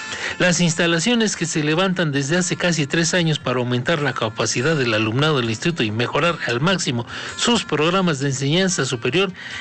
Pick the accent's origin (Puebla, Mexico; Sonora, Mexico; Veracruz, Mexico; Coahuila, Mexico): Puebla, Mexico; toda mi infancia la viví en el Alfa 1.